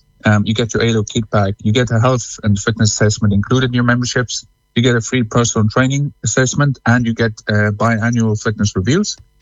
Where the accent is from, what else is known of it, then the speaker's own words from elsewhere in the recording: South Africa; moved away as an adult; now in Cong, Ireland; No, I'm originally from South Africa